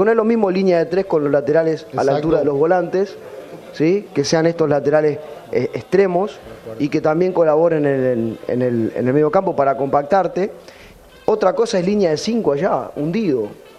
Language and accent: Spanish; Paraguay